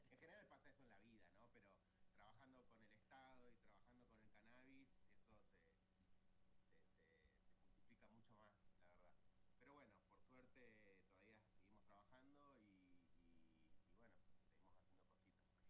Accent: Neuquén, Argentina; now in Bariloche, Argentina; entonces tengo mi familia allá, yo soy de Neuquén

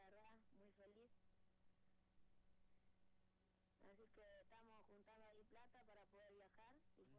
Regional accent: Neuquén, Argentina; Somos 10 chicos de Neuquén, 11 chicos de Neuquén, perdón

